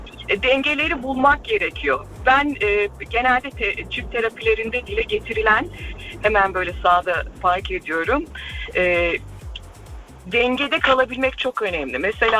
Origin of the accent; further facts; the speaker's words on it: İzmir, Turkey; uzun yıllar haber spikerliği yaptım, TRT geçmişim var, İzmirliyim aslen.